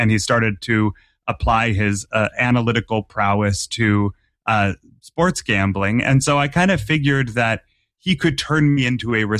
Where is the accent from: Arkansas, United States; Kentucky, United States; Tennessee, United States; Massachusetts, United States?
Massachusetts, United States; born or raised there